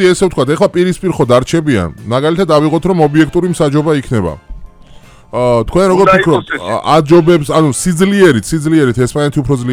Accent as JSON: {"language": "Georgian", "region": "Tbilisi", "country": "Georgia", "tie": "born there", "said": "მე რო დავიბადე ჩაჭავაში"}